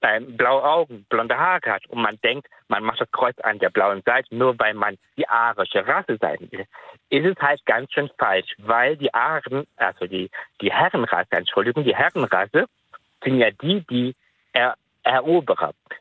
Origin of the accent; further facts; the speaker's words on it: Sri Lanka; German is a second language; now in Germany; ich bin ein Weltbürger, dann bin ich Europäer, dann bin ich Deutscher und ursprünglich komme ich aus Sri Lanka.